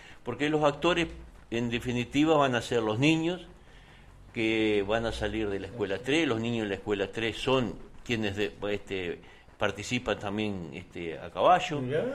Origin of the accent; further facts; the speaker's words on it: Salto, Uruguay; yo soy de Sauce Chico, a pocos kilómetros de ahí